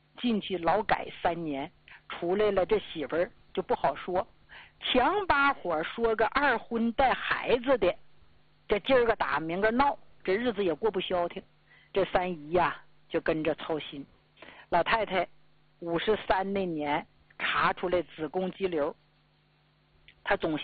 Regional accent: Northeast China, China; accent: Northeastern; 咱们东北话叫哈捧子

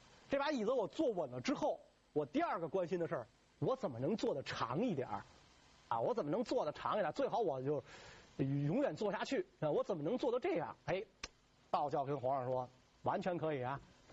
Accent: China; 咱们中国

